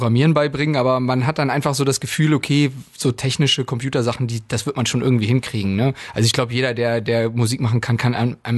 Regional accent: Hanover, Lower Saxony, Germany; moved away as an adult; now in Cologne, Germany; Aus Hannover

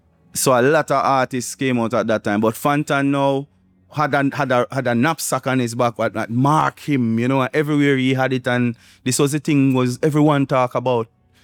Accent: Westmoreland, Jamaica; I'm from Westmoreland, you know.

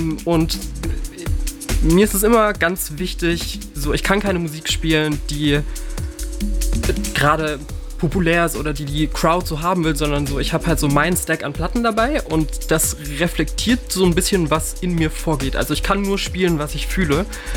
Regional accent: Cologne, North Rhine-Westphalia, Germany; Ich komme aus Köln.

